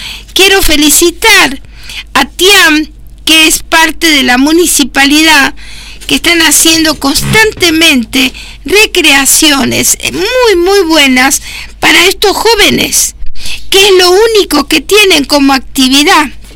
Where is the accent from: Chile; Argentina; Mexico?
Argentina; Nosotros todavía, no solo por el mundial, como argentinos, en este mes de la bandera, como el mes pasado fue el mes de la patria y ahora viene el mes de la independencia, nosotros vamos a tener esta bandera acá.